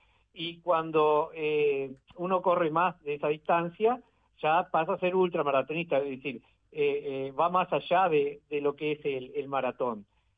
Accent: Uruguay; te vamos a dar una camiseta que diga que sos uruguayo

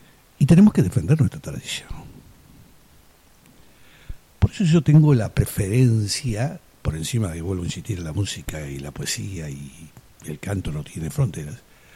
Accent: Uruguay; Somos uruguayos

